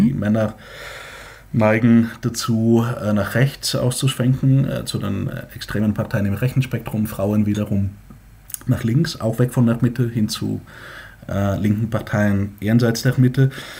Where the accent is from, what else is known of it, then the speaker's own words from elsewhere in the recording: Bulgaria; now in Germany; ziemlich kompliziert, soweit ich weiß, als Bulgarin.